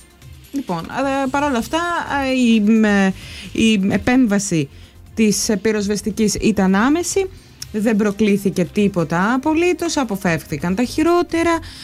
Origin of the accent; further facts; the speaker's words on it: Trogianata, Ionian Islands, Greece; Σάββατο 25 Ιουλίου βράδυ γιορτάζει η Αγία Παρασκευή στο χωριό μου, στα Τρογιανάτα, στο ξεριζωμένο, αλλά και στα Φαρακλάτα και όχι μόνο.